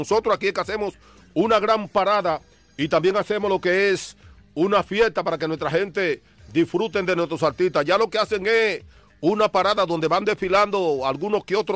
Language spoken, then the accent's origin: Spanish; Dominican Republic; now in Boston, United States; como decimos nosotros dominicanos